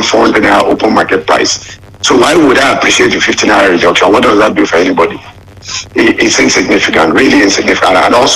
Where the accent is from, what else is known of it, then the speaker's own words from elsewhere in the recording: Nigeria; as a Nigerian